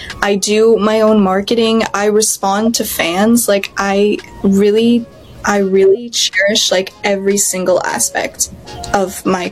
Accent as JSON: {"language": "English", "country": "Canada", "said": "I'm from Canada, so I'm part Filipino, part French Canadian. I actually speak fluent French. Wow. My dad is from Quebec"}